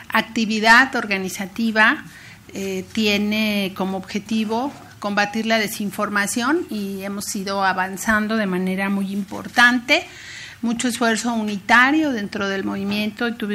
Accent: Coyoacán, Mexico City, Mexico; en Coyoacán, allá en mi tierra natal, políticamente hablando.

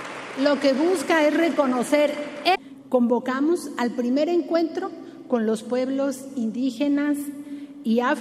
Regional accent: Mexico; Somos más mexicanos que nunca

